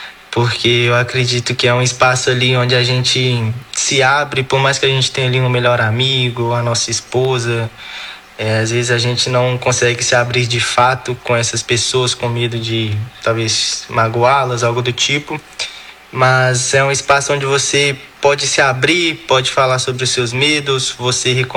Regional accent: Belo Horizonte, Minas Gerais, Brazil; now in Leverkusen, Germany; eu sou natural de Belo Horizonte, tenho 23 anos de idade, eu tô indo pro meu terceiro ano aqui na Europa

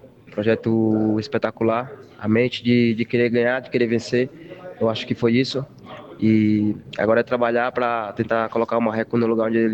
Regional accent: Fortaleza, Ceará, Brazil; also born or lived in Sorriso, Mato Grosso / Mafra, Santa Catarina / Spain; now in Francisco Beltrão, Brazil; sou natural de Fortaleza, Ceará

